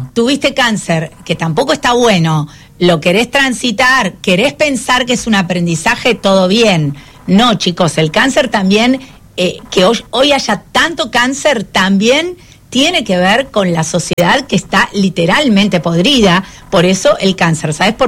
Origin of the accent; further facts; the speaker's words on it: Argentina; Y digo, somos argentinas, somos de cáncer.